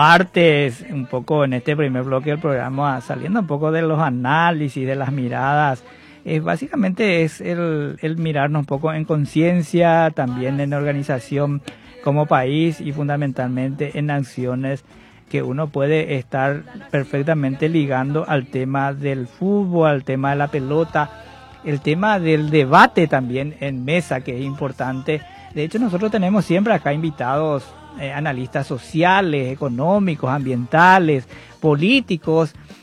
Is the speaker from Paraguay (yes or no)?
yes; Paraguay